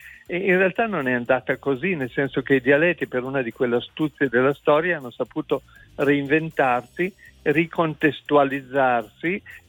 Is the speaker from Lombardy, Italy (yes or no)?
yes; Milan, Lombardy, Italy; born there; io sono nato a Milano, ma non da genitori milanesi